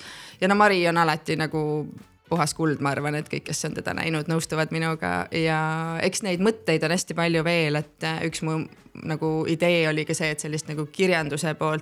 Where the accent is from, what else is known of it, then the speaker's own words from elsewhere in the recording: Elva, Tartu County, Estonia; ma olen ise Elvast pärit